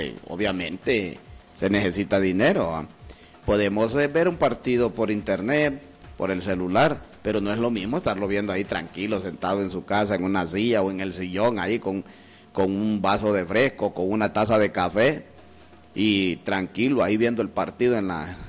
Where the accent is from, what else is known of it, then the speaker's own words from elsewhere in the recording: Honduras; así somos los hondureños